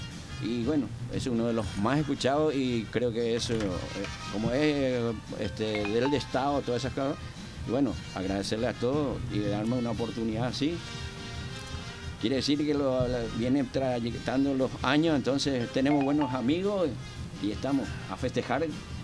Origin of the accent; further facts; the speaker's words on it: Paraguay; also born or lived in Argentina; mi mamá iteña, mi papá luqueño. Yo nací en la Argentina, pero soy más paraguayo que argentino. Crecí acá, me crié ahí por, ¿cómo es? Pozo Azul, sí, Pozo Azul